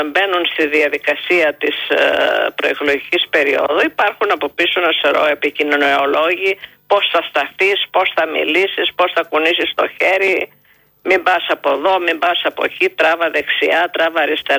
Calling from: Greece; σαν Έλληνες που είμαστε.

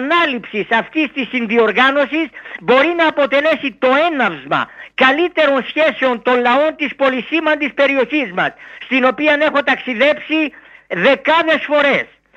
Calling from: Greece; από την Καλλιθέα Περιστέρια.

